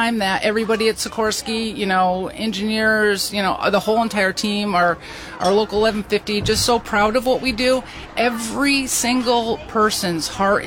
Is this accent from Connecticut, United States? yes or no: yes; Connecticut, United States; Well, honestly, I grew up in Connecticut, and I have always wanted to be part, you know, of aviation.